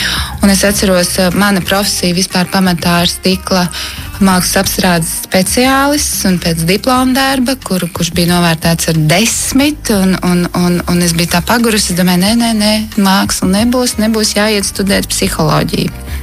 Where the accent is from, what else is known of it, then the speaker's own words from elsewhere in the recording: Talsi, Courland, Latvia; no Talsiem, no Kurzemes